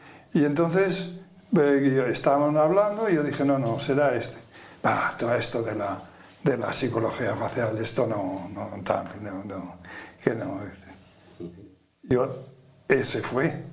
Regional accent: Aragon, Spain; yo recuerdo a uno de la provincia de Huesca, de donde soy yo

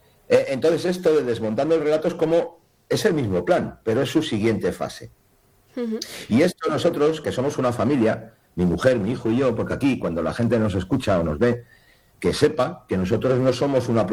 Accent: Asturias, Spain; yo vengo de Asturias.

